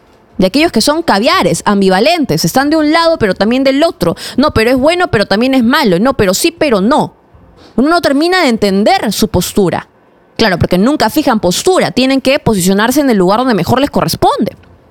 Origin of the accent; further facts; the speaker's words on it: Peru; también de mí como ciudadanos peruanos.